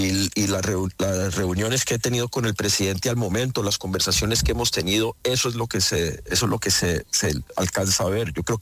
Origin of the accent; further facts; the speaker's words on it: Cali, Valle del Cauca, Colombia; para sentirnos orgullosos como caleños, porque nuestra ciudad es el corazón de Colombia.